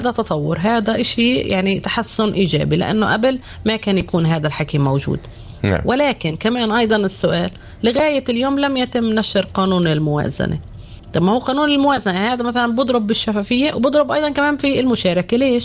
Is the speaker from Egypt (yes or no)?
no; Palestine; إحنا كمجتمع فلسطيني